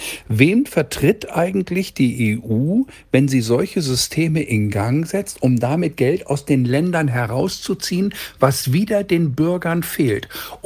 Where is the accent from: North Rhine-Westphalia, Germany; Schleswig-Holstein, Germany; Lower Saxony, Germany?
Lower Saxony, Germany; moved away; Ich komme ja selbst ursprünglich aus Niedersachsen, aus der Lüneburger Heide